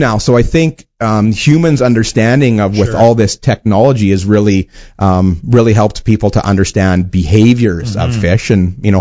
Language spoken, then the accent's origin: English; Wawota, Saskatchewan, Canada; born or raised there